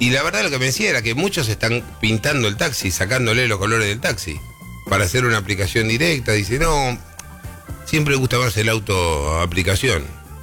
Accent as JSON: {"language": "Spanish", "country": "Argentina", "said": "Soy argentino, pienso mal."}